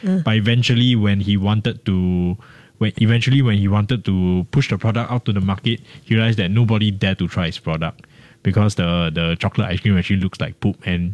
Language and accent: English; Singapore; sometimes I think in life we really put in a lot of effort because we are Singaporean, we work really hard